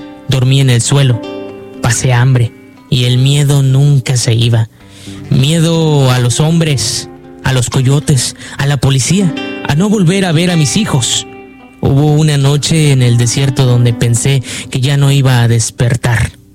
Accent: San Pedro Sula, Cortés, Honduras; moved away as an adult; also born or lived in United States; soy de San Pedro Sula y hace 2 años dejé a mis hijos con mi mamá porque en mi casa ya no alcanzaba ni para los frijoles.

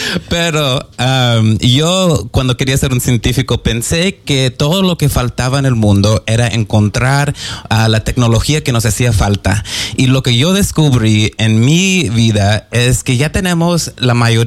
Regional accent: Kennewick, Washington, United States; also born or lived in Othello, Washington; Soy nacido aquí en la área de el este de Washington. Nací en Otelo, pero me crié aquí en los Tri-Cities. Fui a Park Middle School y Kennewick High, para los que conocen. Pero yo soy el descendiente de inmigrantes. Soy una remezcla de las sierras de Michoacán

